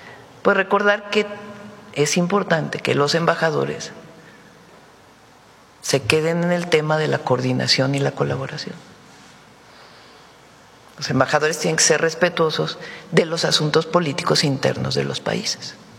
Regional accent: Mexico

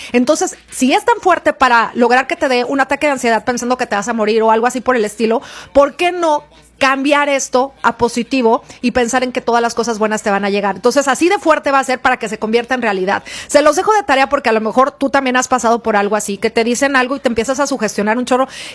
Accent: Mexico

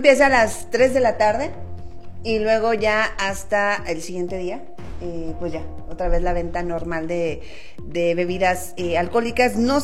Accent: Mexico; sí somos los mexicanos, somos muy, muy alegres.

